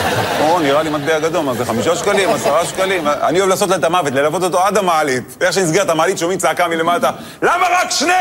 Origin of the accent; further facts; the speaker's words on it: Netanya, Central District, Israel; האמת, אני גדלתי בנתניה, לא יצא לי, בחיים לא הייתי שליח בבית, כי אמא טריפוליטאית, היא מכינה הכל.